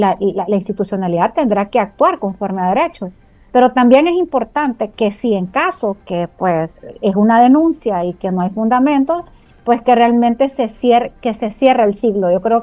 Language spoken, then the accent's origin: Spanish; Honduras; como buenos hondureños y hondureñas, esperamos realmente que el sector justicia responda